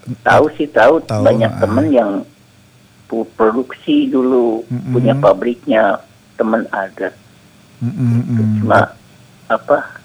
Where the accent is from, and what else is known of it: Sumedang, West Java, Indonesia; born or raised there